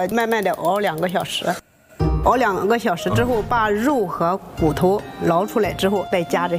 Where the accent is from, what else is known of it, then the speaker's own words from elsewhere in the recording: Linyi, Shandong, China; 我们山东临沂的对正宗。